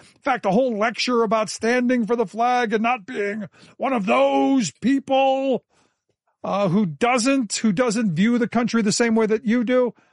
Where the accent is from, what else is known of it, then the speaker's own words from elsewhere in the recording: Cleveland, Ohio, United States; Now look, I grew up in Cleveland. I am not a Pittsburgh Steelers fan